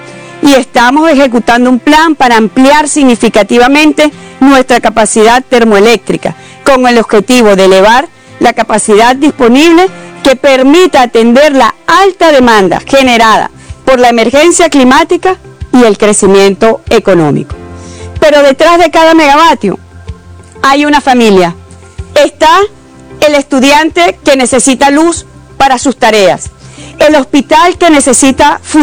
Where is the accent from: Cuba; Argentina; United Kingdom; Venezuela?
Venezuela